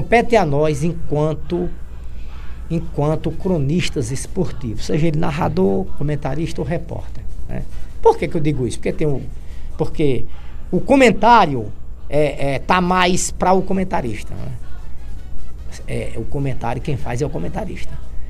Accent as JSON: {"language": "Portuguese", "country": "Brazil", "said": "sou brasileiro"}